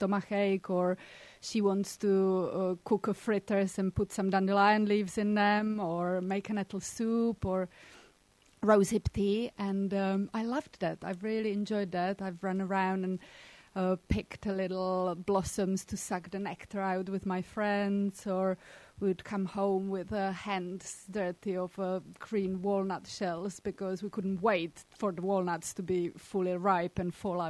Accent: Czechia; moved away; Well, I grew up in a country that this was still part of daily living. So I was born in communism in Eastern Europe, in Czechoslovakia back then, now Czech Republic.

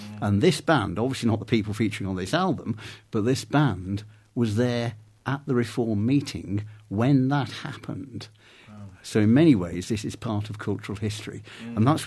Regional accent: Marple, North West England, United Kingdom; moved away; I grew up in Marple in Stockport.

